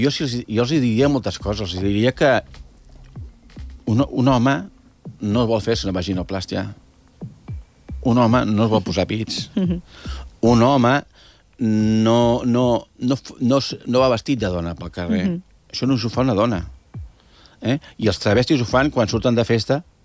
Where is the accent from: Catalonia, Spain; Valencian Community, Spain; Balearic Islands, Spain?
Catalonia, Spain; I jo, perfecte, m'he dit, igual, jo soc catalana.